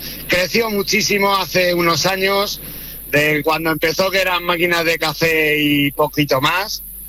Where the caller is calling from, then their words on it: Getafe, Community of Madrid, Spain; aquí en Madrid, en Getafe, concretamente.